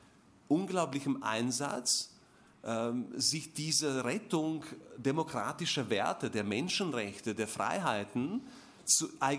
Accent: Slovakia; Und ich bin auch eine politische Person in meiner Heimat Slowakei.

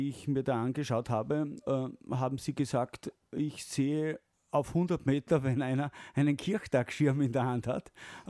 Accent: Salzburg, Austria; Das kennt man als Salzburger

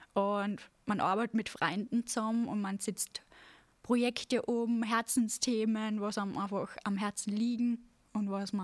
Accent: St. Michael im Lungau, Salzburg, Austria; ich komme aus St. Michael im Lungau.

